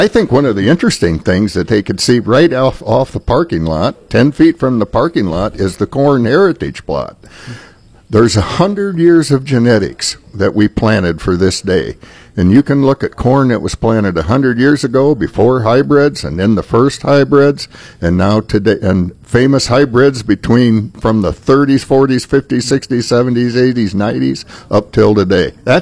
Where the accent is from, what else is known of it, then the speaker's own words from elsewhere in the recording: Iowa, United States; I'm from Fayette County